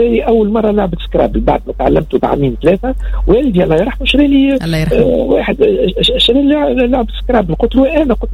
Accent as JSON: {"language": "Arabic", "country": "Tunisia", "said": "عندنا في تونس"}